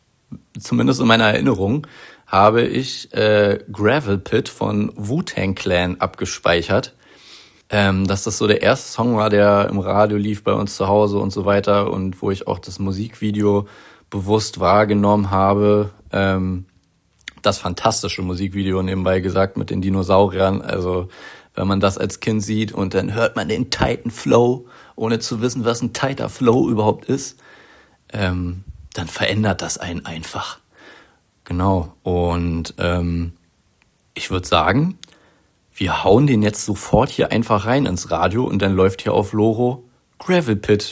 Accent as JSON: {"language": "German", "region": "Berlin", "country": "Germany", "said": "Ich komme ja ursprünglich aus Berlin, aber verrate es jetzt keinem."}